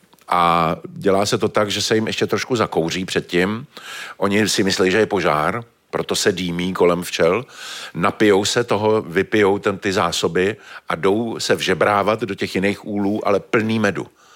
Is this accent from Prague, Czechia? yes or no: yes; Prague, Czechia; Já jsem brečel, protože jsem … ze Žižkova